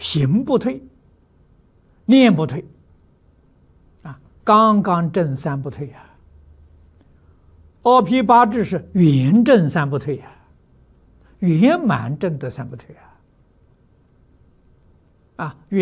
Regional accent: China

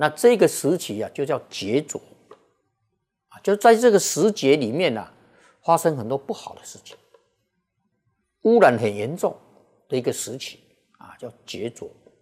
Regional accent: Taiwan; born there; 像我们生在台湾啊，像我这个年纪的生在台湾啊

